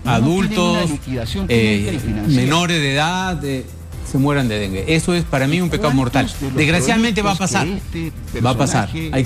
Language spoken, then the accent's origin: Spanish; Piura, Peru; also born or lived in Lima; yo me siento piurano a pesar de que nací en Lima, pero viví de 0 a 10 años